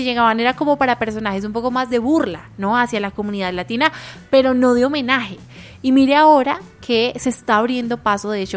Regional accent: Colombia

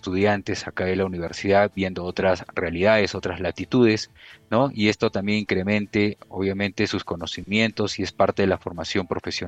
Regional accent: Peru

